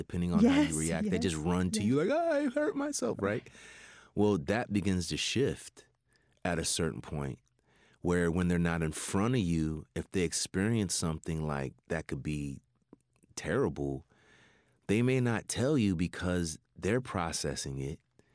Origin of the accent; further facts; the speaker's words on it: California, United States; born or raised there